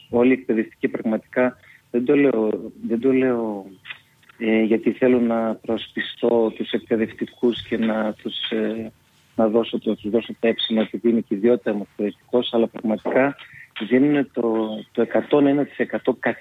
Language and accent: Greek; Giannitsa, Central Macedonia, Greece; also born or lived in Hamburg, Germany / Thessaloniki; Η καταγωγή μου είναι από τα Γιάννησά του Μωμοπέλους. Έχω γεννηθεί εκεί πέρα, έχω ζήσει μέχρι 7 χρονών